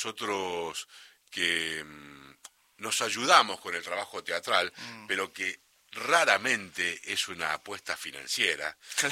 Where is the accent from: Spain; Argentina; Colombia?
Argentina; Santa Fe; born there; also born or lived in Córdoba Province, Argentina; Yo nací en provincia de Córdoba. Eso te iba a decir. Aunque me crié más en Santa Fe. Bueno, un poco y un poco. Me considero un hombre de la pampa húmeda argentina.